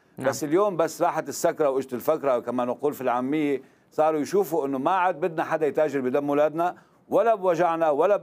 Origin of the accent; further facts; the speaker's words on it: As-Suwayda Governorate, Syria; صار في شيء عندنا بالسويداء اسمه الشعبية والطرشان، اقتتال درزي